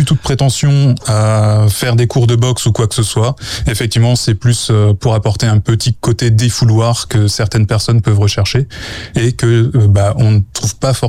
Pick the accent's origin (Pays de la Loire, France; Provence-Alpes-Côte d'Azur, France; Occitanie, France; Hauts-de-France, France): Pays de la Loire, France; Arnage; je suis originaire d'Arnage.